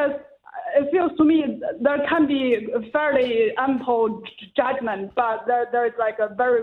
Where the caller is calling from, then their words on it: New York City, New York, United States; I'm in Manhattan